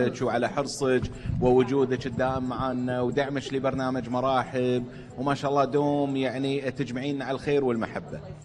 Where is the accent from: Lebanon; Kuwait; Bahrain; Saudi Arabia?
Kuwait; وعسى الله إن شاء الله يحفظ ديرتنا الكويت.